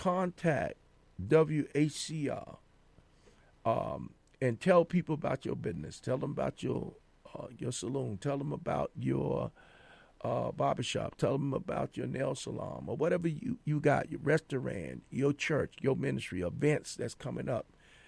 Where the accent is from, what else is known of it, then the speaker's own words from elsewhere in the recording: New York City, New York, United States; I'm from Brooklyn